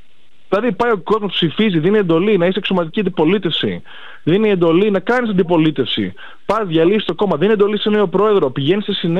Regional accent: Greece; να είμαι περήφανος για την πατρίδα μου σήμερα. Όχι μόνο για την ιστορία της. Θέλω να είμαι περήφανος για τη σύγχρονη Ελλάδα

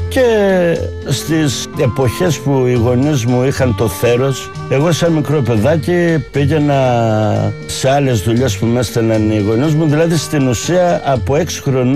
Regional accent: Western Greece, Greece; Κατάγομαι από ένα ορεινό χωριό του νομού Ηλίας, Αγία Τυριακή, κοντά στον Ερήμανθο

